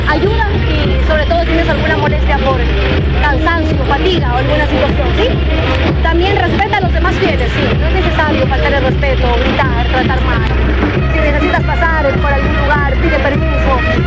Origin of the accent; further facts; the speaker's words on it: Loja, Ecuador; Yo soy serrana. Vengo desde la ciudad de Loja, soy lojana, entonces estamos acostumbradas al frío